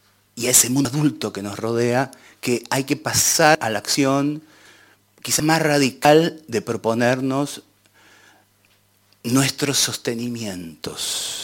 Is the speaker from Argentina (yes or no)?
yes; Argentina; Salgo de mi país, entro en mi país